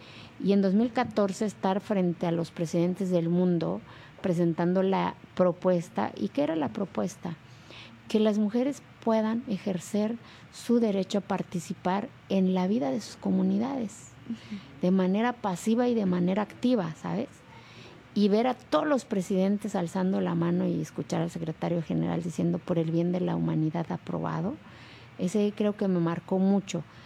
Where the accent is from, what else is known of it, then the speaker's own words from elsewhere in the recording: Santa María Kyoholani, Oaxaca, Mexico; hace 18 años mi pueblo no venía en el mapa de este país. No existía Santa María Kyoholani.